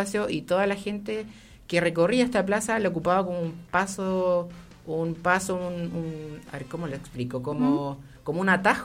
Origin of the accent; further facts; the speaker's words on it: Romeral, Maule, Chile; yo crecí en la Villa Alegre y tú conoces la Villa Alegre.